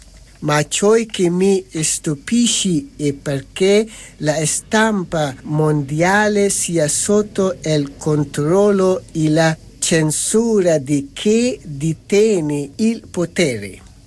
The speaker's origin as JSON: {"language": "Italian", "country": "Afghanistan", "second_language": "Italian", "moved": "as an adult", "lives_now": "Italy", "said": "Nel mio paese d'origine, l'Afghanistan, ero un attore cinematografico."}